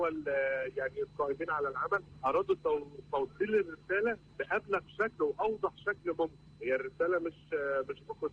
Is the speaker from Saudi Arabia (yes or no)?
no; Egypt; إحنا كمصريين